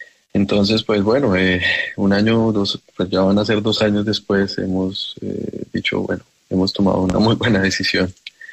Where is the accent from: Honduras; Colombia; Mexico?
Colombia; now in Berlin, Germany; Nosotros somos guerreros, el colombiano, el latino en general, latinoamericano.